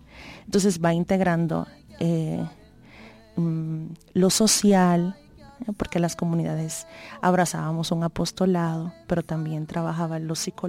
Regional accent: Dominican Republic; soy de República Dominicana, sí.

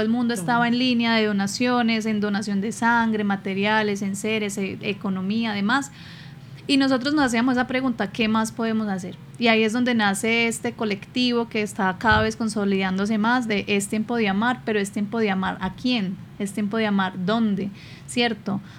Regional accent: Colombia; nosotros mismos como colombianos también hemos olvidado muchos territorios

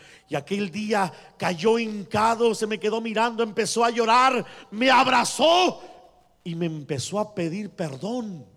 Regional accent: Guadalajara, Jalisco, Mexico; now in United States; Como al año volví a Guadalajara. Primero porque me salí de Guadalajara porque había balaceado unas personas y me tuve que venir a esconder a los Estados Unidos.

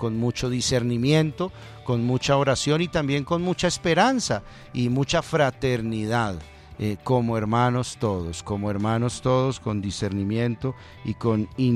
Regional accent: Colombia; para nosotros como colombianos

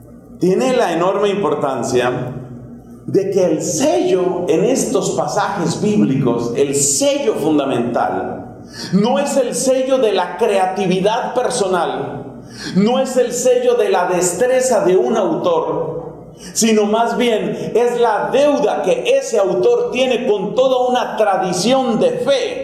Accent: Colombia; Este año se ha exaltado muchísimo en mi país la figura de Gabriel García Márquez.

